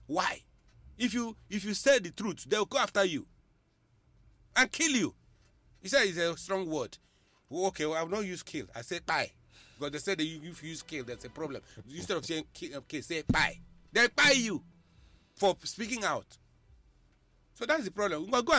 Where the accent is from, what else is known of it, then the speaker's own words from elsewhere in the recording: Nigeria; I'm a Nigerian citizen, and the absence of the government, of the president, is affecting me as a citizen.